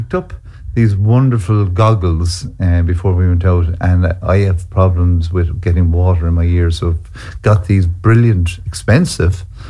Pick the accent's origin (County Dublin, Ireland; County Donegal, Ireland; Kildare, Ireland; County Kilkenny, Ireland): County Kilkenny, Ireland; Kilkenny; also born or lived in Cork; Lived in Kilkenny. Sure, I was born in Cork. That's the kind of the literal situation. And within 4 or 5 days, back to Kilkenny.